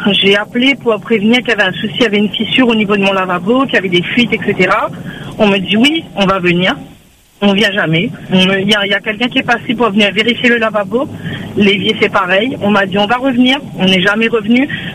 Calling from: Saint-Benoît, Réunion; j'habite à Saint-Benoît.

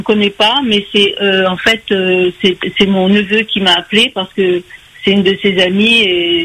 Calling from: Réunion; comme il sait que j'habite à La Réunion

